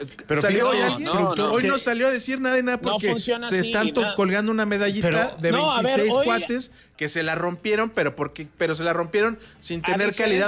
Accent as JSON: {"language": "Spanish", "country": "Mexico"}